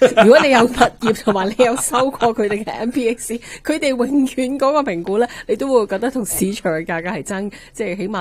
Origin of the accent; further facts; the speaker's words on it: Canada; 我们加拿大人都是可以有创意的